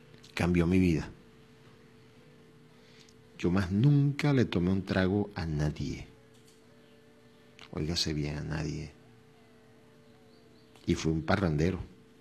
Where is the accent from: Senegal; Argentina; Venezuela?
Venezuela; Gente, como somos todos los venezolanos.